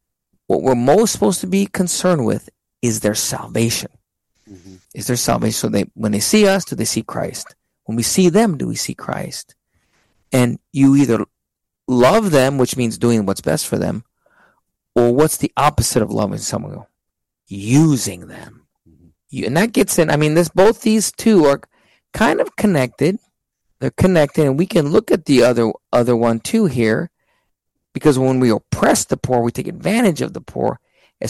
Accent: Texas, United States; moved away as an adult; also born or lived in New York

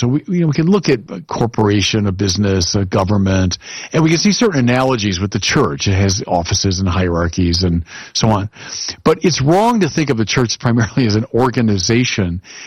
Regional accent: Illinois, United States; he's from my home state of Illinois

